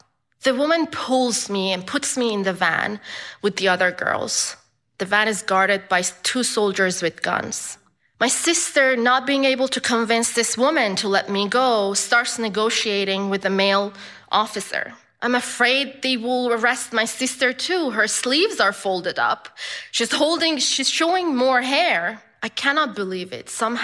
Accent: Iran; moved away; Iran, my home country

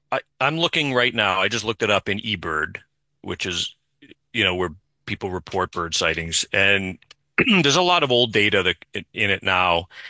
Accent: Brockton, Massachusetts, United States; I know Easton. I'm from Brockton.

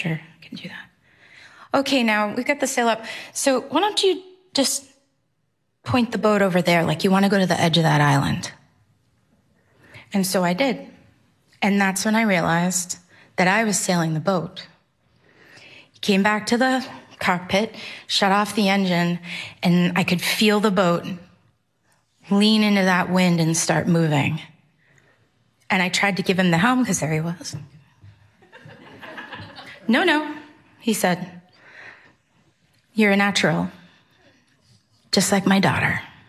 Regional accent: Maine, United States; First time I ever thought to go swimming in January because I'm from Maine.

